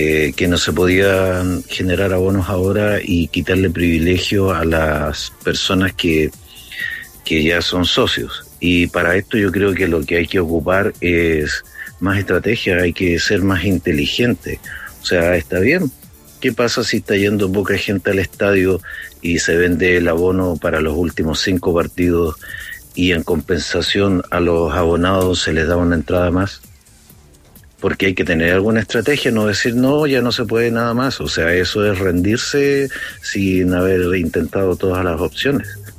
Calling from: Santiago, Santiago Metropolitan Region, Chile; de Santiago.

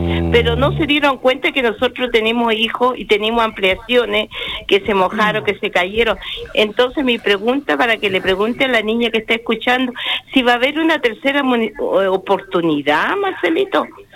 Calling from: Chile; soy ciudadana chilena

